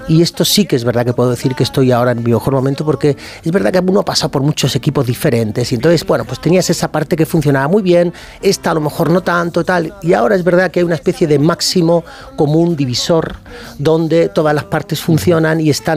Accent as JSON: {"language": "Spanish", "town": "Málaga", "region": "Andalusia", "country": "Spain", "said": "Soy de Málaga y eso se nota, claro."}